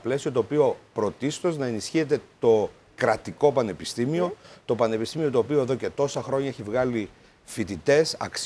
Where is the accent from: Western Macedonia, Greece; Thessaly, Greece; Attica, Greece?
Western Macedonia, Greece; Florina; Εγώ είμαι από τη Φλόρινα.